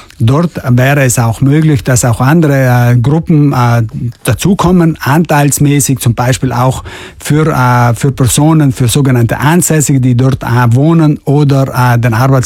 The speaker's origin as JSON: {"language": "German", "region": "Trentino-Alto Adige", "country": "Italy", "said": "Und zum anderen sind wir Südtiroler sehr verwöhnt, was die Ausstattungsqualität anbelangt."}